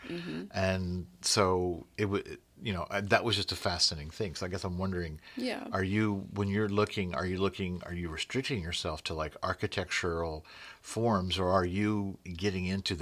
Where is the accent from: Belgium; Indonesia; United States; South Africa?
United States; Louisville, Kentucky; I'm born here, right, you know. And you think when you're born in a place – you know, I'm always amazed how little I know about my hometown